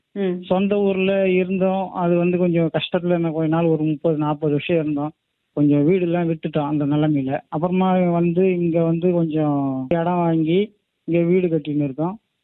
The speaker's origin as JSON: {"language": "Tamil", "town": "Cheyyar", "region": "Tamil Nadu", "country": "India", "tie": "born or raised there", "moved": "as an adult", "lives_now": "Vazhaipandal, India", "said": "என்னுடைய சொந்த ஊர் வந்து செய்யாறு, திருப்பதிபுரம் மேடம். நாங்கள் இப்போ இருக்கிறது வந்து பாட்டி வீடு வந்து வாழைப்பந்தல், வாழைப்பந்தல் அருகே தான் கொர்க்காத்தூர், இடையில 1 கிலோமீட்டர். சொந்த ஊர்ல இருந்தோம், அது வந்து கொஞ்சம் கஷ்டத்துல என்ன, கொஞ்ச நாள் ஒரு 30-40 வருஷம் இருந்தோம்."}